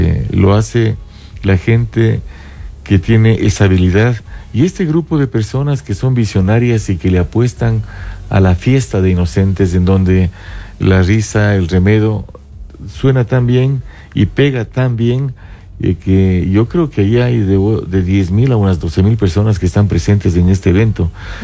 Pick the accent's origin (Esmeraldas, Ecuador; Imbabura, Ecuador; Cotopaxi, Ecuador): Imbabura, Ecuador; San Antonio de Ibarra; yo soy de San Antonio.